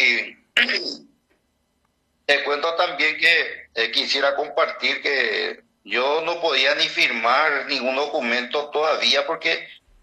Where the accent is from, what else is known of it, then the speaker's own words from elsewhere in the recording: Pirayú, Paraguarí, Paraguay; Yo soy de Pirayú, le quiero mucho a mi ciudad, siempre he cuidado mucho Pirayú.